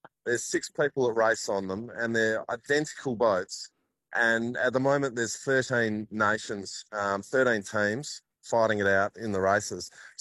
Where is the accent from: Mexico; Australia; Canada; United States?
Australia; Fremantle, Western Australia; I grew up racing here in Fremantle and, on the Swan River. And, we're so lucky in Perth and Fremantle, the conditions we have.